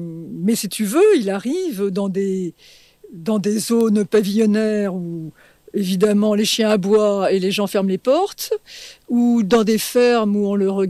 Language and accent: French; France; comme je suis française malgré mon nom